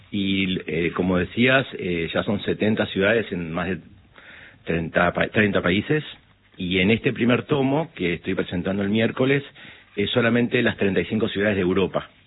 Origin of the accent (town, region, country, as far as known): Buenos Aires, Argentina